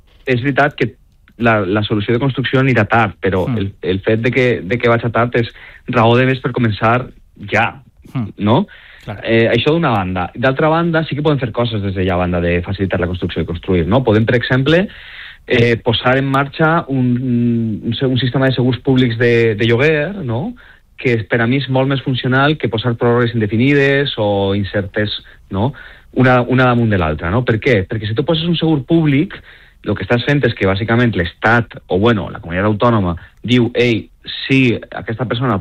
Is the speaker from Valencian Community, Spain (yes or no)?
yes; Valencia, Valencian Community, Spain; com jo soc del Cabanyal, conec molt bé el cas del Cabanyal, perquè és el barri del que soc jo no visc allí ja, però he viscut allà, no?